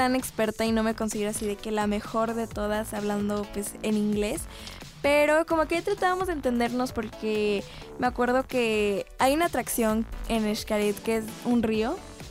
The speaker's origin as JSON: {"language": "Spanish", "region": "Veracruz", "country": "Mexico", "said": "sí soy de México, pero soy de Veracruz, de otro lugar de México, no soy de aquí de Cancún."}